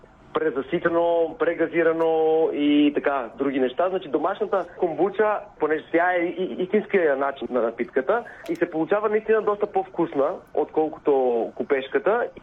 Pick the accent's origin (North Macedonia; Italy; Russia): North Macedonia; now in Bulgaria; Аз съм и доста близо до место, откъдето идвам, от Македония. Тук менталитета си е нашия